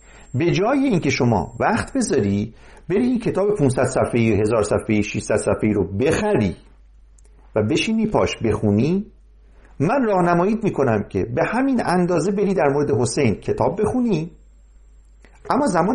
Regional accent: Mazandaran, Iran; من چون مازندرانی هستم از اونجا شروع میکنم.

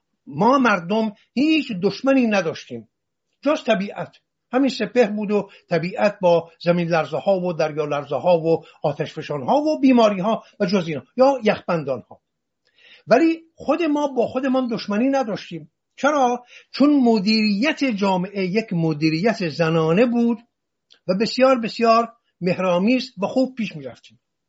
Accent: Iran; صدور انقلابشان این شد که من ایرانی در هر کجای جهان که باشم شرمسار باشم از این که بگویم من ایرانیم.

